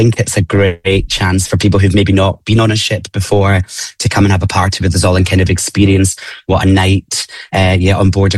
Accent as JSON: {"language": "English", "town": "Glasgow", "region": "Scotland", "country": "United Kingdom", "said": "obviously I'm originally from Scotland, Glasgow originally. So we touch on kind of how I grew up and funny stories about my mum"}